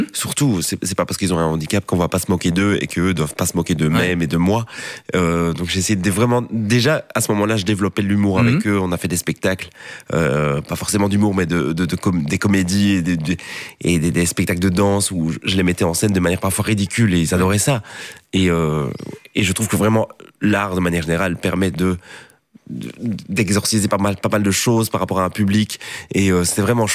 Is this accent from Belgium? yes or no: yes; Ath, Hainaut, Belgium; accent: eastern Ath accent; Mais non, moi je suis de Hattes. Mais Hattes, on a plusieurs accents. Hattes, l'accent de l'Est et l'accent de l'Ouest. Et moi, j'ai l'accent de l'Est.